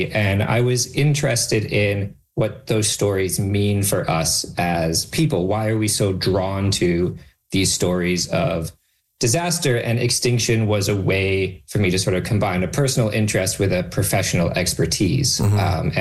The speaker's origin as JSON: {"language": "English", "town": "Calgary", "region": "Alberta", "country": "Canada", "tie": "born or raised there", "said": "I have been interested in extinction since I was a kid growing up in Calgary and going out to Drumheller on the weekends and digging for dinosaur bones"}